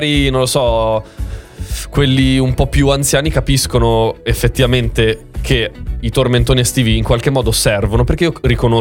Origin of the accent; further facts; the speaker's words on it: Milan, Lombardy, Italy; Io sono proprio di qua, di Milano.